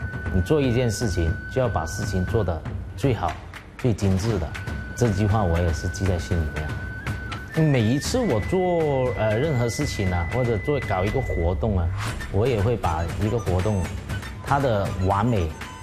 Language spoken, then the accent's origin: Chinese; Hong Kong; moved away as an adult; now in Pingshan, China; 我从小在平山出生，然后去香港读小学，一直到高中。